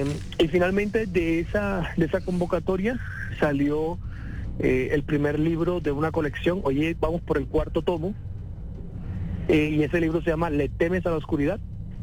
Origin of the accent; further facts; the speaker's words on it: Cartagena, Bolívar, Colombia; Yo soy colombiano, mi familia es samaria, yo nací de vacaciones en Cartagena. Estábamos de vacaciones y nací ahí.